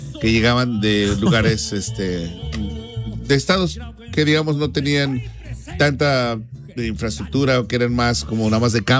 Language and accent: Spanish; Toluca, State of Mexico, Mexico; born there; Pero ¿qué? la capital de todo el país es Toluca, donde yo nací.